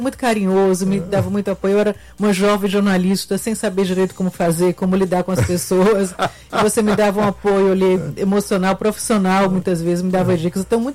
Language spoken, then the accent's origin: Portuguese; Fortaleza, Ceará, Brazil; now in São Paulo, Brazil; Eu nasci em São Paulo, mas por acaso, porque eu vim pra Fortaleza muito pequena, então eu sou cearense.